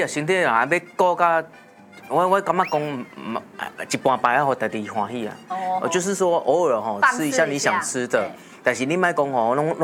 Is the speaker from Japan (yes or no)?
yes; Japan; Chinese is a second language; 那边越南，我是日本人。所以今天要搞大家日本料理。